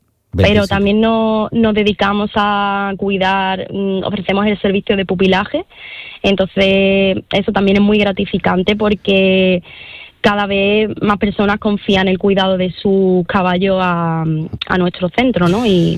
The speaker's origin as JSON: {"language": "Spanish", "town": "Alcaucín", "region": "Andalusia", "country": "Spain", "tie": "born there", "said": "especialmente Alcaucín, uno de nuestros pueblos, mi pueblo, como paraíso natural"}